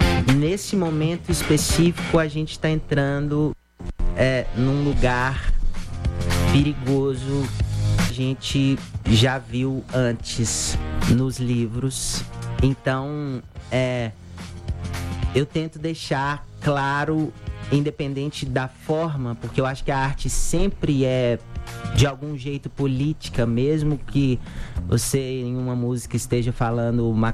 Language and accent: Portuguese; Belo Horizonte, Minas Gerais, Brazil; accent: mineiro; Eu sou da zona leste de Belo Horizonte, de um bairro que chama São Geraldo.